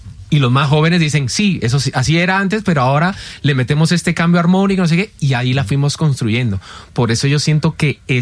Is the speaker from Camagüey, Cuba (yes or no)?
yes; Camagüey, Cuba; Yo soy de Camagüey, es un pueblo que queda en la parte centro oriente de Cuba. Viene siendo como el Villavicencio de Cuba.